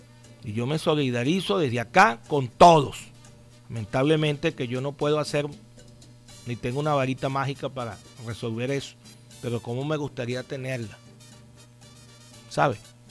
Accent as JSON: {"language": "Spanish", "country": "Venezuela", "said": "como seres humanos y como venezolanos"}